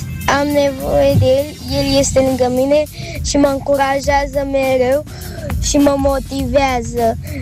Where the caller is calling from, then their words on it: Bucharest, Romania; din București, am 9 ani